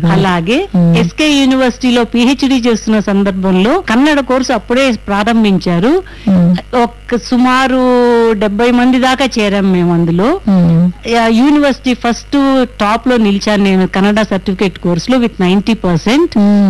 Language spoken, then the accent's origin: Telugu; Anantapur, Andhra Pradesh, India; moved away as an adult; also born or lived in Madanapalle; now in Bengaluru, India; నా బాల్యం అనంతపురంలో సాగిందండి. అక్కడే స్కూల్లో చదువుకున్నాను